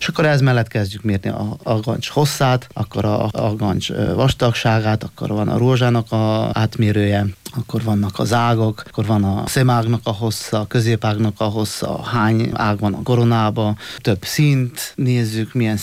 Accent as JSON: {"language": "Hungarian", "country": "Slovenia", "said": "magyar határon, ami megy föl Dobronak, meg Goricskó felé, ottan van legjobban a szarvasállomány. Otthon, Szlovéniában itt vannak a legnagyobb bikák."}